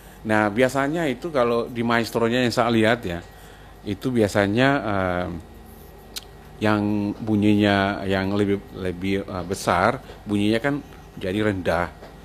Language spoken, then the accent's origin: Indonesian; Maluku, Indonesia; karena kita orang Maluku ini ya, identik dengan musik